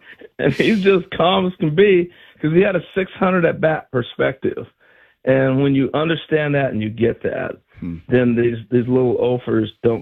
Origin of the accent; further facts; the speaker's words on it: Oregon, United States; because I grew up in Oregon, and, you know, I grew up when I was early on.